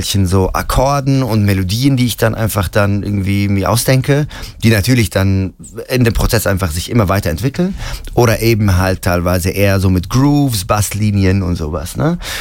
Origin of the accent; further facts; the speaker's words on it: Ramallah, West Bank, Palestine; ich komme ja aus Ramallah im Westjordanland